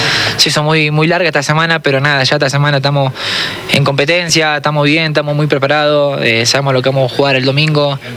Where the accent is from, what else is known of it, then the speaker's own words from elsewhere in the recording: Argentina; now in Ecuador; tanto acá como en mi país. En Argentina también es muy difícil todo lo que es entrada.